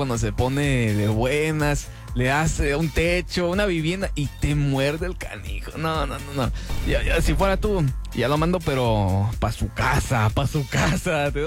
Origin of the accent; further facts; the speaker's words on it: Mexico; porque somos mexicanos